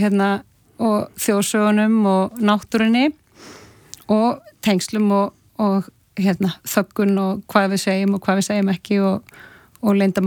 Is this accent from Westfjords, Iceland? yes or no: yes; Westfjords, Iceland; kannski líka sveitastelpan í mér að hérna ég er alveg upp í Trygglsvík og Ströndum